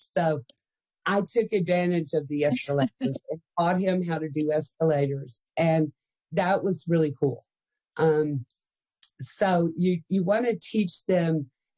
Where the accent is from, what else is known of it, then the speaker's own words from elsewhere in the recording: Texas, United States; Well, I'm a Texan. I have long legs.